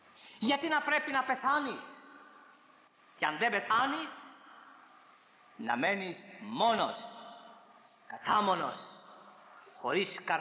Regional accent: Corfu, Ionian Islands, Greece; moved away; στο νησί μου στη Γέρκυρα

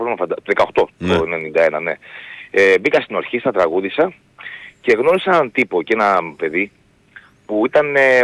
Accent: Patras, Western Greece, Greece; Λοιπόν, μόνο από την Πάτρα.

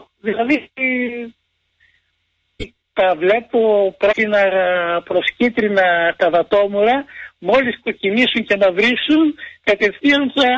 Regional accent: Pentapoli, Central Macedonia, Greece; όταν ήμουν μικρό στην Πεντάπολη

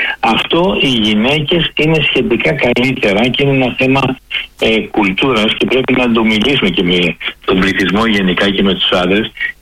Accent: Greece; και εμείς σαν πολιτισμός, σαν Έλληνες

